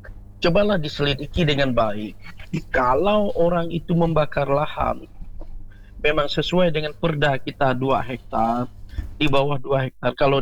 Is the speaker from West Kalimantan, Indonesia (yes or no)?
yes; West Kalimantan, Indonesia; kami selaku orang Dayak ini